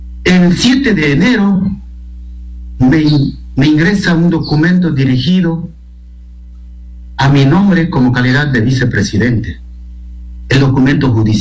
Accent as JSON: {"language": "Spanish", "region": "Morona Santiago", "country": "Ecuador", "said": "yo sinceramente soy de Pachacuti, yo soy electo por Pachacuti."}